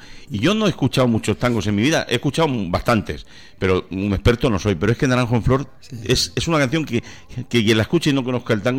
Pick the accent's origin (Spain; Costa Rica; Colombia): Spain; Region of Murcia; como Alcantarilla y como murcianos que somos